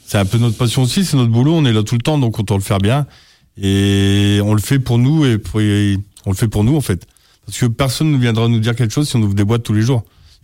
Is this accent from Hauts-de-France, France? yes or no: yes; Lens, Hauts-de-France, France; Moi comme je viens de Lens et du Nord, la carbonade flamande c'est un peu proche de chez nous.